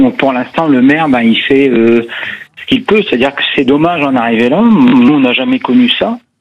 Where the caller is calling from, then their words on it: Hauts-de-France, France; par chez nous, dans le Pas-de-Calais